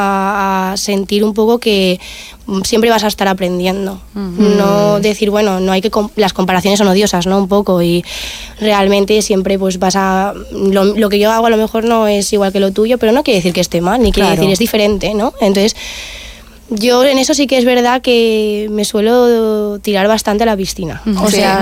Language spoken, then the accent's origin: Spanish; Valencian Community, Spain; Yo soy valenciana y la terreta siempre la tengo bastante, bastante unida.